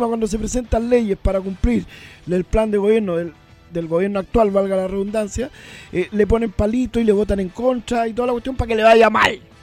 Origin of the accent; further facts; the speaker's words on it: Chile; Nos va bien a todos los chilenos.